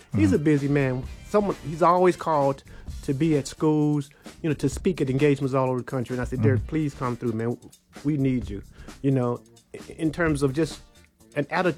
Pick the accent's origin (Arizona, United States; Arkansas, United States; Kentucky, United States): Arkansas, United States; Little Rock; born and raised in Little Rock, East End.